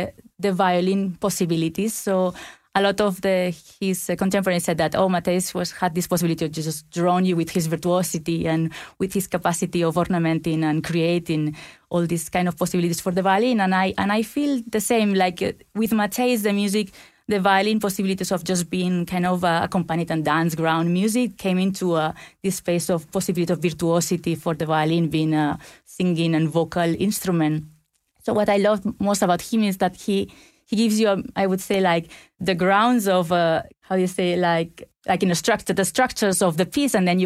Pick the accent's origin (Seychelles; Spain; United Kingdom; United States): Spain; Ibiza, Balearic Islands; I come from Ibiza, from the island of Ibiza